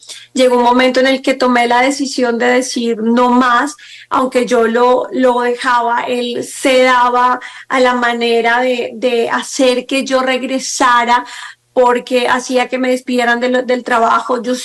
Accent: Huila, Colombia; moved away; yo soy de origen campesino, nací en un pueblo hermoso del departamento del Huila. Huérfana, a mí me criaron mis abuelos y como toda niña tuve que llegar a la ciudad

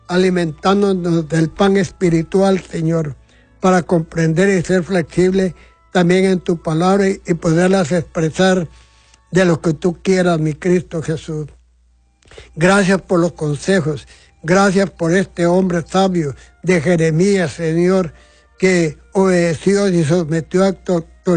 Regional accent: Sinuapa, Ocotepeque, Honduras; Soy hijo de Ocotepeque, nací en un municipio que se llama Sinuapo, Ocotepeque

